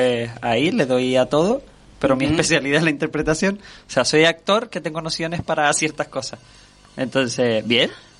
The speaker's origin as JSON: {"language": "Spanish", "town": "Firgas", "region": "Canary Islands", "country": "Spain", "tie": "born or raised there", "said": "en mi barrio, yo soy de Firgas, que es el pueblo más pequeñito de la isla, y uno de los barrios que es buen lugar en el que yo vivo."}